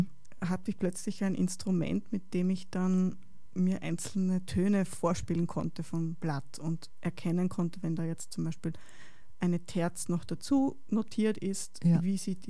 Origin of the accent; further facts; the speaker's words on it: Vienna, Austria; moved away; ich komme ja ursprünglich aus Wien